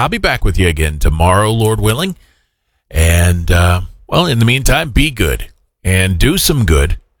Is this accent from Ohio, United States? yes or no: yes; Cincinnati, Ohio, United States; I grew up in Cincinnati, Ohio, in the 80s.